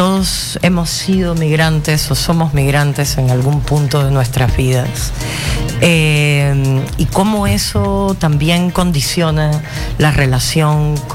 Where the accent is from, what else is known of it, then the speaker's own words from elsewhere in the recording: Cuba; now in Peru; Soy cubana.